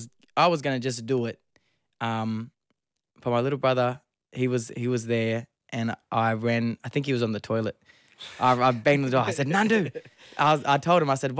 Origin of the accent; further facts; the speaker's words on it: Leinster, Ireland; When we were little kids, just growing up in Fingal.